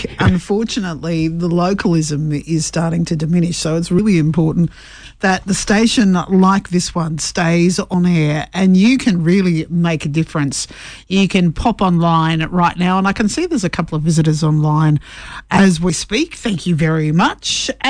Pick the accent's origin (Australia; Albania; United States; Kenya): Australia; Mackay, Queensland; We grew up in Mackay.